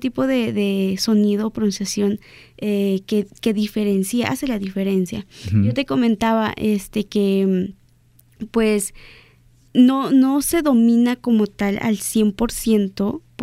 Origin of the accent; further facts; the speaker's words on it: Arroyo de Esa, Oaxaca, Mexico; hay un pueblo que se llama Arenal, que justamente de ahí salieron los que poblaron Arroyo de Esa, mi pueblo.